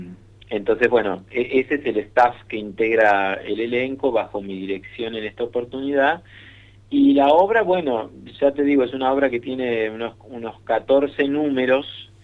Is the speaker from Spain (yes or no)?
no; La Plata, Buenos Aires Province, Argentina; moved away as an adult; also born or lived in Salta; now in Río Cuarto, Argentina; No, yo soy de la ciudad de La Plata.